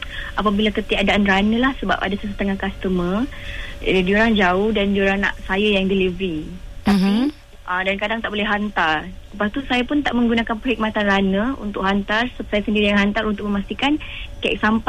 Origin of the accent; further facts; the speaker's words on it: Sabah, Malaysia; now in Kuala Lumpur, Malaysia; Saya berasal daripada Sabah dan sekarang menetap di KL.